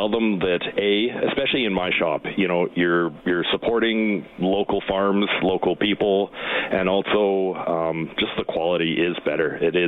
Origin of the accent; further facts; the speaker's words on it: Edmonton, Alberta, Canada; And you say, "I'm from Edmonton, Alberta, Canada."